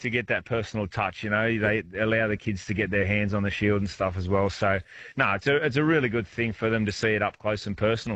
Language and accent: English; Dubbo, New South Wales, Australia; moved away as an adult; I moved away from Dubbo as an 18-year-old. My parents still live there.